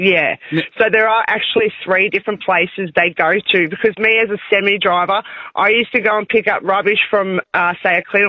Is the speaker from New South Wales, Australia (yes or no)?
no; Werribee, Victoria, Australia; So I'm from I'm from Werribee, and we've got three bins.